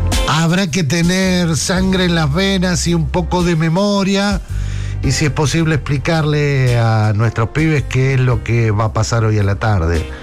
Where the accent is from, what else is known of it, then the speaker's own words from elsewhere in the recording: Argentina; somos Argentina, nosotros somos esto